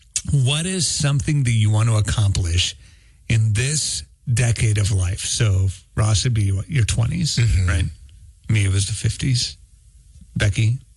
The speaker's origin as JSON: {"language": "English", "country": "Italy", "tie": "born or raised there", "moved": "yes", "said": "I would love to be able to take my kids to see where I grew up in Italy."}